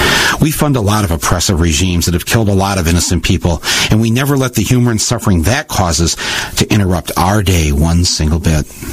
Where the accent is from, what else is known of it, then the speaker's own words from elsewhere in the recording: United States; I'm an American living in America.